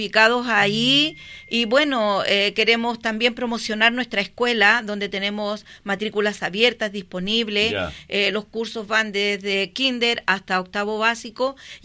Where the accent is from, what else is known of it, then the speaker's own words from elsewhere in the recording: Rengo, O'Higgins, Chile; soy de acá de Rengo y llevo muchos años ya trabajando en la escuela La Chimba